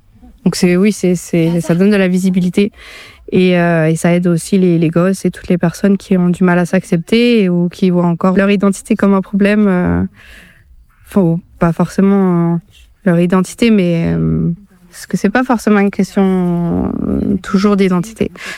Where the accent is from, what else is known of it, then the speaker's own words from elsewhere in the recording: Normandy, France; also born or lived in Île-de-France; à la base, je viens de région parisienne. Et j'ai grandi dans le Calvados, un peu plus haut.